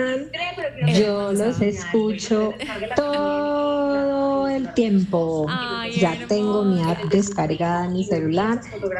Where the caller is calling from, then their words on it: Medellín, Antioquia, Colombia; Los escucho desde Robledo Kennedy.